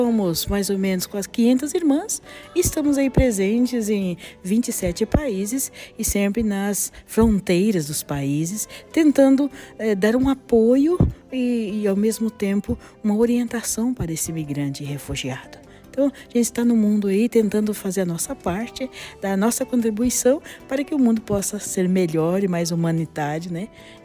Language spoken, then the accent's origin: Portuguese; Paraná, Brazil; now in São Paulo, Brazil; sou paranaense, né? Estou aqui agora em São Paulo, no Putim